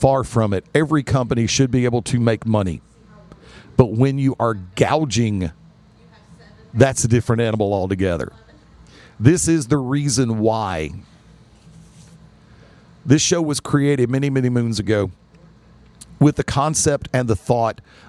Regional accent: Birmingham, Alabama, United States; now in Pelham, United States; I'm from Birmingham. Now, if I really want to get technical, I will say I am in Pelham.

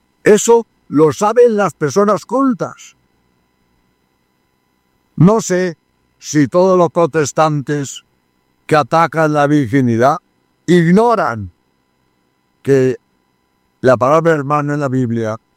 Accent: Barcelona, Catalonia, Spain; born there; moved away; Yo soy de la provincia de Andalucía y soy catalán, nací en Barcelona.

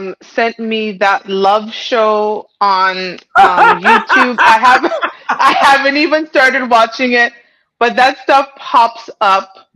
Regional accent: Jamaica; born there; I'm Jamaican, born in Jamaica

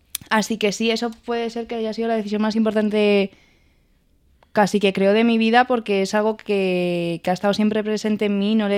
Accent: Cuenca, Castilla-La Mancha, Spain; moved away as an adult; now in Madrid, Spain; yo soy de Cuenca

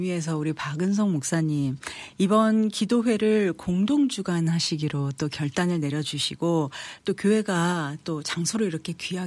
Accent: South Korea; now in United States; 또 특별히 또 저희는 또 한인 이민자로서 또 이 미국 땅에 이렇게 또 우리가 정착을 하고 살게 된 것 자체도 참 굉장한 축복 같아요.

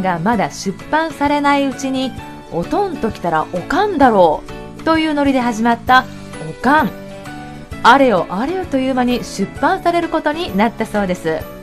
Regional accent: Kansai, Japan; accent: Kansai dialect; 関西人としてとても嬉しく

